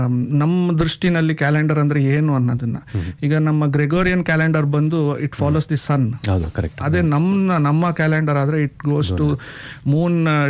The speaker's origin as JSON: {"language": "Kannada", "town": "Tumakuru", "region": "Karnataka", "country": "India", "tie": "born or raised there", "also_born_or_lived": "Bengaluru", "said": "ನಾನು ಮೂಲತಃ ಬೆಂಗಳೂರಲ್ಲಿ ಹುಟ್ಟಿದ್ದು, ಆಮೇಲೆ ನನ್ನ ಓದು ಮತ್ತು ನನ್ನ ಬೆಳವಣಿಗೆ ಎಲ್ಲ ತುಮಕೂರಲ್ಲಿ ನಡೀತು."}